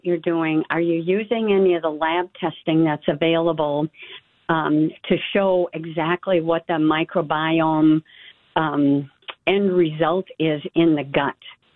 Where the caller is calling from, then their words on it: Eau Claire, Wisconsin, United States; I'm a doctorally prepared nurse practitioner in Eau Claire